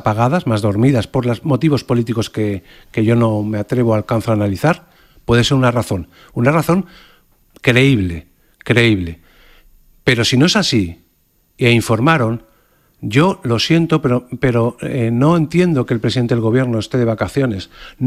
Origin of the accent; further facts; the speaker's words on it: Spain; Bueno, pues yo sí creo, como español, que tenemos que buscar un responsable.